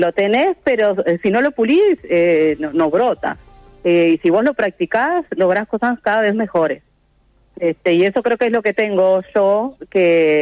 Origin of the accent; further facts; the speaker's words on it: Fraile Muerto, Cerro Largo, Uruguay; now in Piriápolis, Uruguay; De Cerro Largo, de Fraile Muerto. Pero actualmente vivo en Piriápolis.